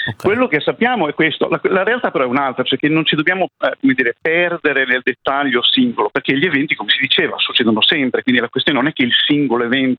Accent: Bologna, Emilia-Romagna, Italy; accent: Bolognese; come voi potete sentire dall'accento, io sono di Bologna.

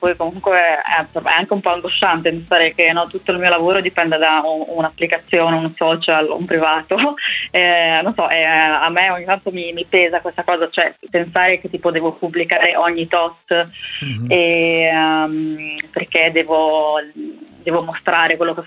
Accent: Rimini, Emilia-Romagna, Italy; io sono cresciuta a Rimini

